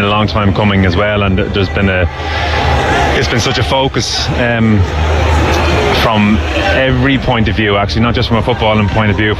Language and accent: English; Ireland; as an Irish person